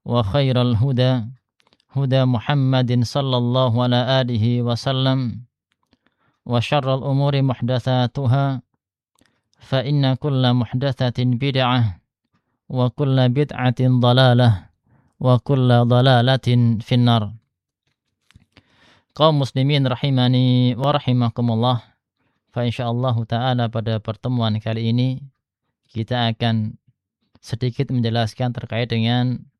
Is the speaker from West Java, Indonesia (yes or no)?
no; Sragen, Central Java, Indonesia; also born or lived in Jember; now in Perawang, Indonesia; Kalau ana asalnya dari Sragen.